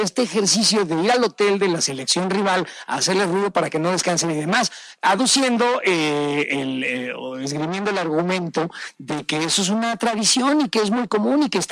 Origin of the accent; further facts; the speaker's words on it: Mexico; seamos lo que somos, mexicanos que estamos orgullosos